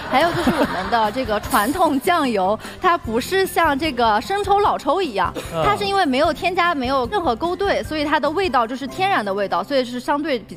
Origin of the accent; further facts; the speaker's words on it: Luzhou, Sichuan, China; 像我家乡还有国家非遗的这个油纸伞